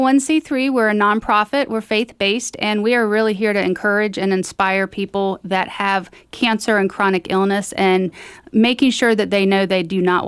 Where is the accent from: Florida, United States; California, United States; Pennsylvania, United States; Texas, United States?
Florida, United States; Tallahassee; I'm from Tallahassee.